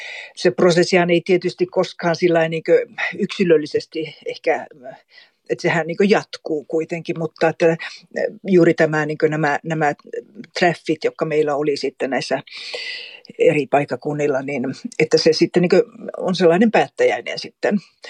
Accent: Kolari, Lapland, Finland; now in Kaunisvaara, Sweden; Mä olen Torniolaaksosta. Mulla on juuria Suomen ja Ruotsin puolella. Itse mä olen kasunut sitten niin Suomen puolella Torniolaaksossa Kolarissa. Ja tällä hetkellä mä asun Kaunisvaarassa.

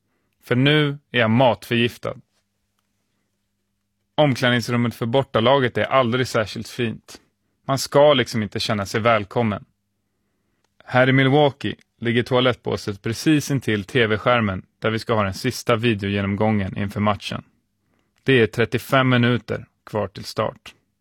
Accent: Nacka, Stockholm County, Sweden; Det jag har strävat efter sedan jag var en liten kille hemma i Nacka.

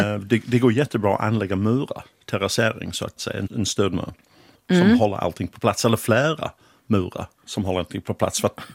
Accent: Sheffield, Yorkshire and the Humber, United Kingdom; Swedish is a second language; now in Sweden; Kanske jag var inte så medveten om det då när jag var liten, men jag minns att det var väldigt mycket som var terrasserad.

